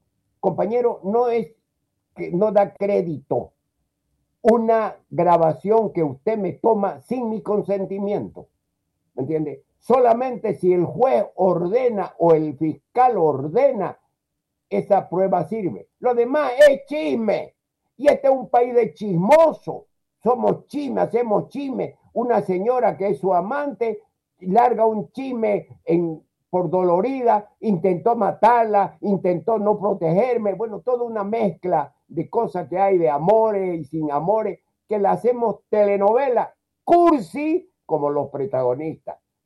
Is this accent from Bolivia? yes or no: yes; Bolivia; Nosotros no somos argentinos para decir Beller. Somos Camba, Colla, ¿me entiendes? Chapaco. Somos, ¿me entiendes?, de una lengua especial que trajeron los españoles, que se llama la lengua de Castilla. Hablamos castellano. Tampoco hablamos español, compañero.